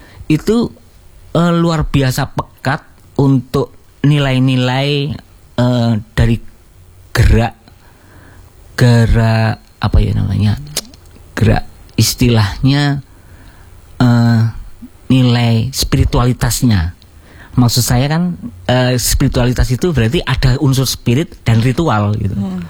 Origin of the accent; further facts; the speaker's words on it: Jember, East Java, Indonesia; karena memang dari kecil sampai kuliah itu di Jember, dari lahir Jember sampai kuliah Jember, minimal dengar bisa.